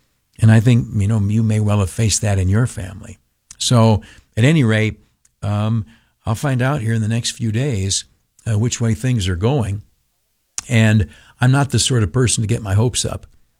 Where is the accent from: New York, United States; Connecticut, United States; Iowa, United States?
New York, United States; born or raised there